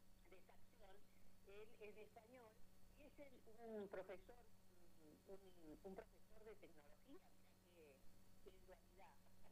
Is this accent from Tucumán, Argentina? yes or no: no; Salta, Argentina; now in Villa Ventura, Argentina; yo soy salteña, mirá, pero hace muchos años que vivo acá, en Villa Ventura